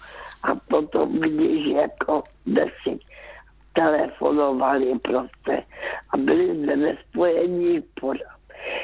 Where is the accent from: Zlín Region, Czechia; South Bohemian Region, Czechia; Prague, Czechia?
Zlín Region, Czechia; Karolinka; born there; já už jsem byla vdaná a jezdívala jsem zpátky do Karolinky zpátky do mého rodiště.